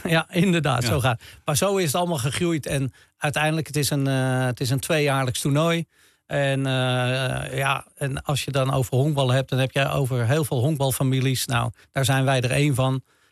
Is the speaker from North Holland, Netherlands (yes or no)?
yes; Amsterdam, North Holland, Netherlands; also born or lived in Velsen; now in Haarlem, Netherlands; Ja, ik ben uiteindelijk opgegroeid in Amsterdam. We zijn naar Amsterdam-Zuid gegaan. En daar heb ik de rest van mijn leven, althans daar ben ik getogen. School in Amstelveen. Maar opgegroeid in Amsterdam en uiteindelijk weer in Kennemerland terechtgekomen